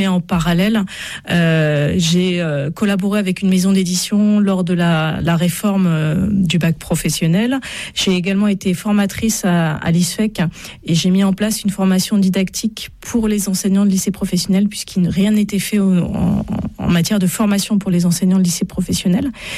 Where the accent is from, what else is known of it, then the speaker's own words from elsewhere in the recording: Brest, Brittany, France; now in Paris, France; Donc moi je suis originaire de Brest. Par hasard, mon mari a été muté à Nantes